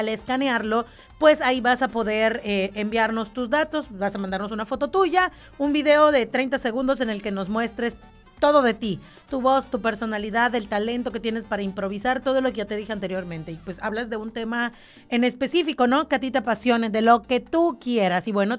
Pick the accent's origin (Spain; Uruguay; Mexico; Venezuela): Mexico; now in Yucatán, Mexico; como mexicanos que somos